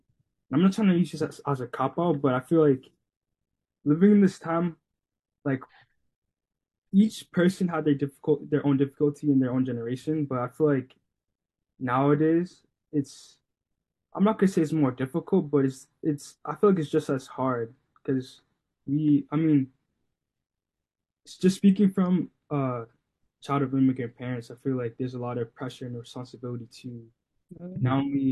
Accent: United States; born there; obviously we grew up in two way different generations and also two different cultures too. I'm an American born and they're both born in Haiti.

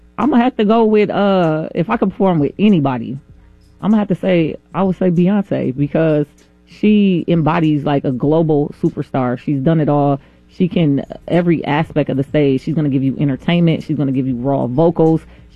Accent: Minneapolis, Minnesota, United States; I hail from right here, the north side of Minneapolis. I represent Northside. Everywhere that I go, anywhere in the world, you're going to know that I am from North Minneapolis.

